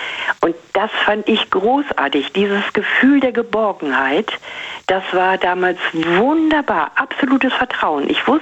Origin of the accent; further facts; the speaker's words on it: Germany; Na gut, ich bin auf dem Land groß geworden und die Weser war halt im Sommer unser absoluter Treffpunkt, da haben sich alle getroffen.